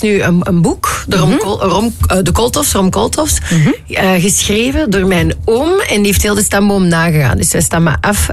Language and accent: Dutch; Netherlands; En voor de rest ben ik een Nederlander, hè, in hart en nieren.